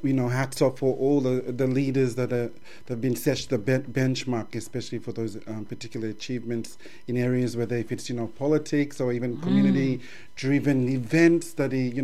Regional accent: Queensland, Australia; born there; who I am as a Torres Strait Islander

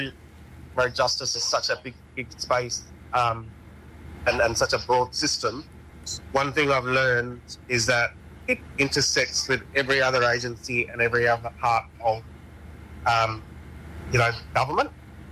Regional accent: Port Hedland, Western Australia, Australia; born there; also born or lived in East Pilbara; I'm a Bunjuma man from the Silver, but I was born on Barada Country in Headland.

